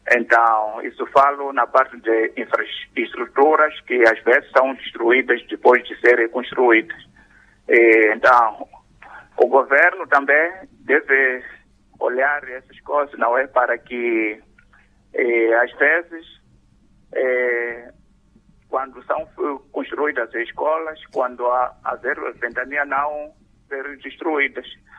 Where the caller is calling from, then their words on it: Vilanculos, Inhambane, Mozambique; falo de Vilanculo.